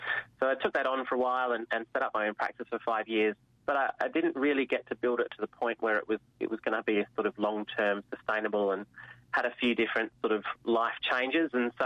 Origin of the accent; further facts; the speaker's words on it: Adelaide Hills, South Australia, Australia; also born or lived in Kangaroo Island; Yeah, no, I'm a South Aussie kid. Born at the Women's and Children's of Adelaide. I grew up in Adelaide Hills and then spent my high school years on Kangaroo Island